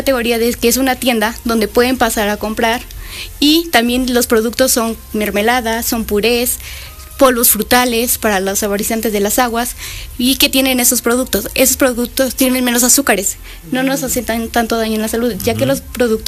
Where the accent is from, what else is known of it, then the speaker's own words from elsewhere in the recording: San Salvador Huixcolotla, Puebla, Mexico; Bueno, yo soy originaria de San Salvador, Huixcolocla. Huixcolocla es muy conocido por la central de abastos.